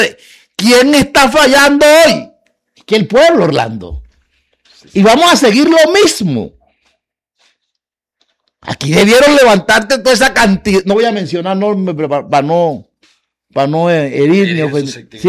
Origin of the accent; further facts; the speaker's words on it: Cartagena, Bolívar, Colombia; como ciudadano colombiano y particularmente de pertenecer a estas regiones, aquí a la ciudad.